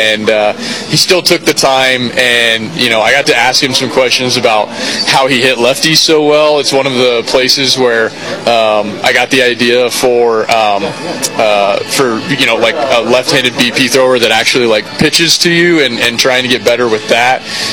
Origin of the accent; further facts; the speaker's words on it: Cheyenne, Wyoming, United States; growing up in Cheyenne, it was just a couple hours from here, and the Rockies were on every night in my house.